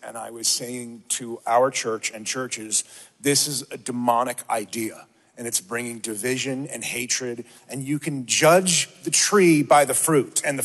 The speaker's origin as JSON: {"language": "English", "region": "New York", "country": "United States", "also_born_or_lived": "Portland, Oregon", "said": "Well, first, I'm a New Yorker. I grew up in church."}